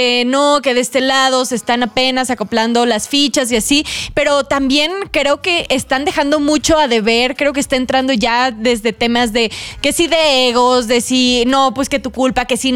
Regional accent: Mexico; Pero ¿hasta dónde nosotros como mexicanos vamos a tolerar y vamos a decir, ah, ok, bueno, están adaptándose y así?

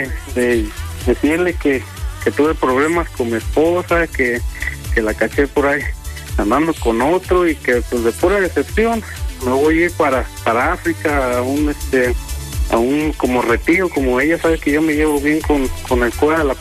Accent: Tezcatitlán, State of Mexico, Mexico; now in United States; Desde el sur del Estado de México, de un pueblito que se llama Tezcatitlán.

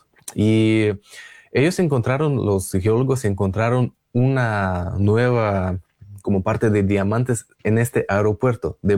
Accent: Russia; Spanish is a second language; Yo soy como ciudadano ruso, ni siquiera puedo tener acceso tampoco.

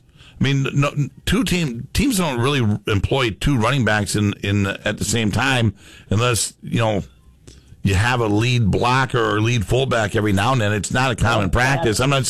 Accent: United States; born there; Well, I was born in America, I know it's hard to believe I've never gone to Australia

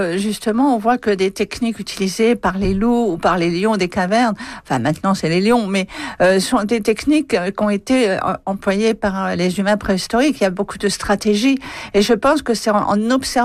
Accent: France; chez nous en France

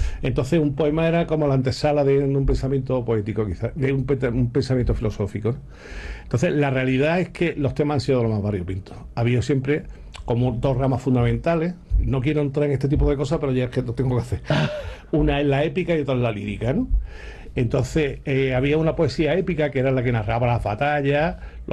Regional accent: Andalusia, Spain; Nosotros, como andaluces que somos y donde vivimos, tenemos la suerte de que nuestra tierra sea una tierra de grandes poetas.

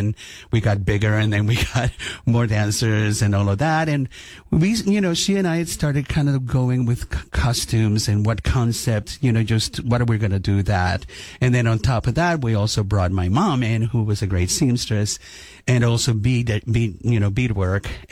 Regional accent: Cuba; also born or lived in New York; now in United States; I came from Cuba and I went to New York and I studied in New York.

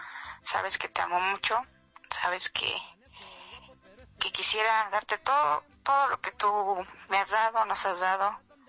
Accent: Chimalhuacán, State of Mexico, Mexico; Ah, soy de aquí, de Chimalhuacán, Estado de México.

